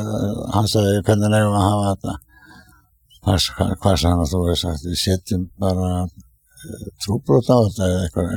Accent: Hrísey, Northeastern Region, Iceland; við erum báðir Hrýseingar

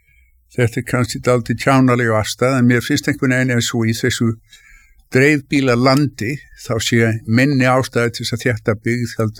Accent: Reykjavík, Capital Region, Iceland; born or raised there

